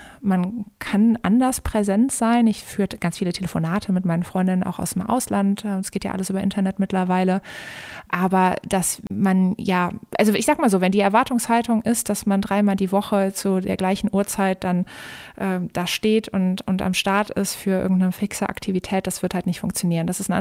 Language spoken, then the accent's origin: German; Cologne, North Rhine-Westphalia, Germany; Ich persönlich komme aus dem Rheinland, ich komme aus Köln. Köln ist für mich meine absolute Heimat, mein Zuhause und meine Traumstadt.